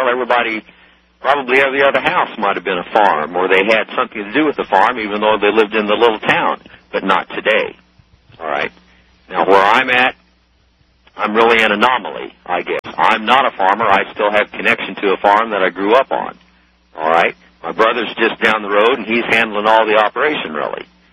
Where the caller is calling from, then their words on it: Murrayville, Illinois, United States; I'm calling from Murrayville, Illinois.